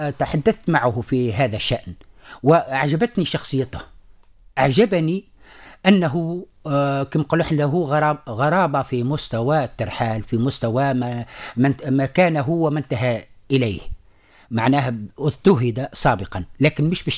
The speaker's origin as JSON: {"language": "Arabic", "region": "Sahel", "country": "Tunisia", "also_born_or_lived": "Moscow", "said": "عندنا في الساحل"}